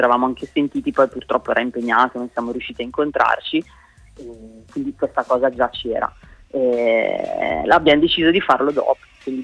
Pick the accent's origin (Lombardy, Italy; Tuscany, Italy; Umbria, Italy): Lombardy, Italy; Brescia; now in Bologna, Italy; Io vengo da Brescia originariamente, ormai vivo a Bologna da tanto tempo, ma Brescia è la mia città d'origine, è una città comunque che è città, ma è anche molto molto provincia